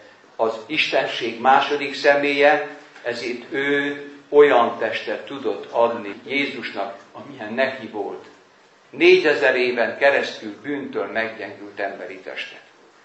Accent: Vojvodina, Serbia; Odahaza Vajdaságban egy olyan faluban tartottam sorozatot

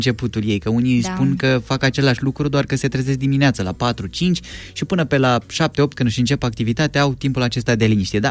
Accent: Iași, Iași County, Romania; eu sunt de la Iași

